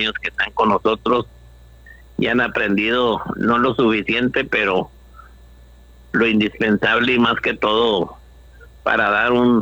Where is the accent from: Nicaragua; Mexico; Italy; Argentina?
Mexico; Delicias, Chihuahua; born or raised there